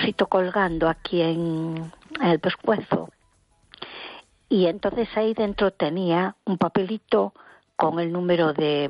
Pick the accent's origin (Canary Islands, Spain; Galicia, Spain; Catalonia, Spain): Galicia, Spain; A Coruña